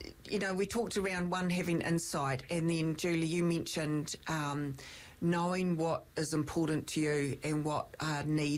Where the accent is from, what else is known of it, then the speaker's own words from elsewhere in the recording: New Zealand; I'm from Lovin